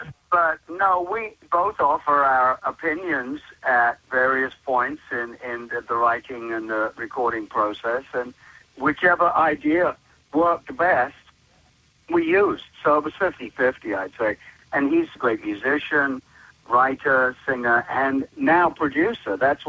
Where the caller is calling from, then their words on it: Nashville, Tennessee, United States; No, I live in Nashville, so...